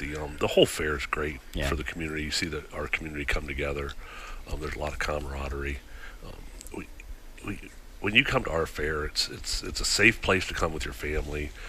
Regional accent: Bowling Green, Ohio, United States; I'll tell people a lot of times I'm from Bowling Green, because they tell them Signet.

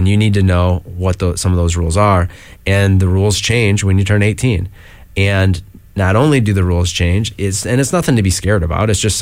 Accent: United States; I grew up just outside of Bowling Green, and mm-hmm. that's where I did a lot of driving.

